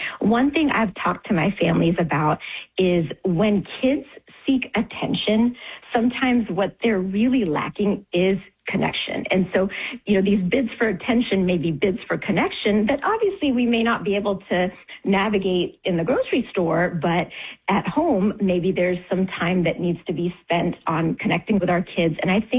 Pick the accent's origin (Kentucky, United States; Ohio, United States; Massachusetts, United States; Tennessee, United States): Tennessee, United States; born or raised there